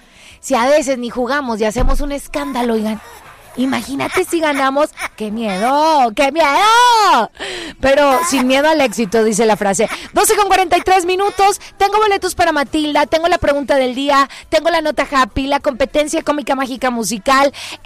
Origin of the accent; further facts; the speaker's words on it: Mexico; yo les quiero pedir que sigamos siendo bien mexicanos como hasta ahorita.